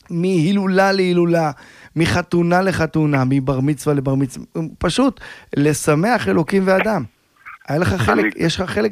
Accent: Jerusalem, Jerusalem District, Israel; גדלנו בירושלים

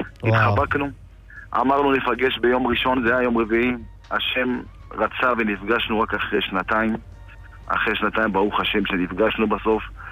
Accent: Kiryat Malakhi, Southern District, Israel; אנחנו מקריית מלאכי, והוא היה גר אצל אמא שלי ברמלה. הוא ישן איתי באחד הלילות, ישן איתי בבית בקריית מלאכי

